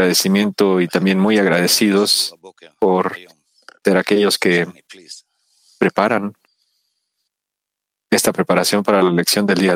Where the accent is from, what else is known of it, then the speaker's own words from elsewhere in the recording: Bnei Brak, Central District, Israel; Durante muchos años yo crecí en Bnei Baraj. Y sí, estuve viviendo, nací donde, muy cerca donde Rabash vivió.